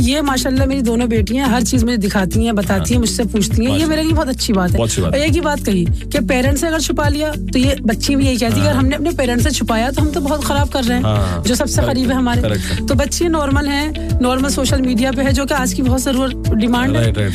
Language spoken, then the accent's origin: Urdu; Aligarh, Uttar Pradesh, India; علی گڑھ سے.